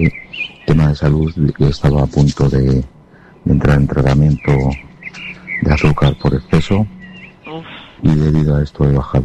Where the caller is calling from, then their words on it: Madrid, Community of Madrid, Spain; Buenos días, José Antonio. … de Carabanchel.